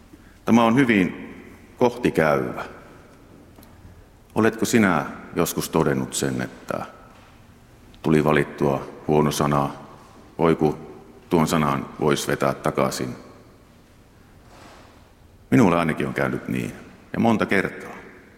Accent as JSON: {"language": "Finnish", "region": "South Ostrobothnia", "country": "Finland", "moved": "yes", "lives_now": "Kainuu, Finland", "said": "minä olen eteläpohjalainen"}